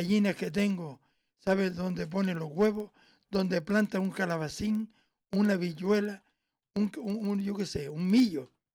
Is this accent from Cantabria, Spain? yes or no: no; Canary Islands, Spain